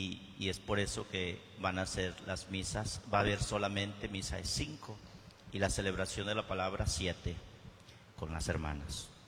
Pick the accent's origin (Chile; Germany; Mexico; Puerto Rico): Mexico; el domingo todos somos hermanos mexicanos y todos apoyaremos a nuestra selección